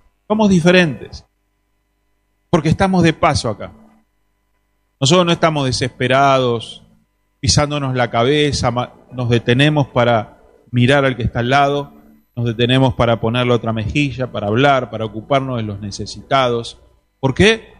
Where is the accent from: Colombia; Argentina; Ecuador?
Argentina; moved away as an adult; also born or lived in Italy; Yo tenía la ciudadanía italiana, soy argentino italiano